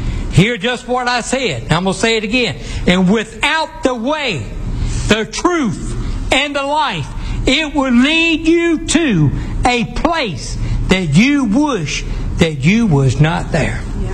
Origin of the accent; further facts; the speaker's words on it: Georgia, United States; I said, I'm from Georgia.